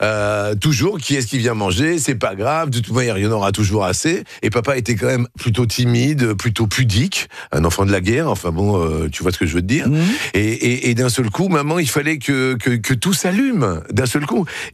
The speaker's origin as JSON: {"language": "French", "town": "Fontainebleau", "region": "Île-de-France", "country": "France", "tie": "born there", "said": "Et puis on allait à Fontainebleau, je suis né à Fontainebleau."}